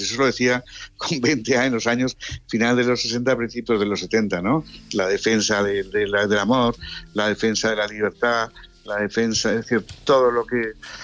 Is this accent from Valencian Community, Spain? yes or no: no; Madrid, Community of Madrid, Spain; born there; pero yo nací, cuando mis padres se vinieron, ya nací en Madrid, sí.